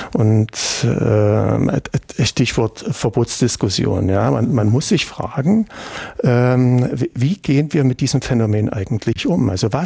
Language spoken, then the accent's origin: German; East Germany, Germany; also ich bin in der DDR groß geworden